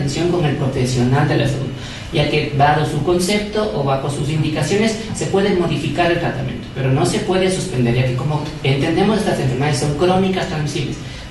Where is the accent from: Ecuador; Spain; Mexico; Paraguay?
Ecuador; Nuestra cultura como ecuatorianos